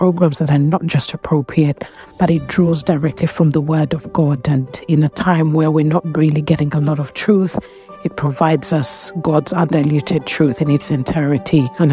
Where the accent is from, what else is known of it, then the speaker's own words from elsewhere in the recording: London, United Kingdom; moved away as an adult; I am from London.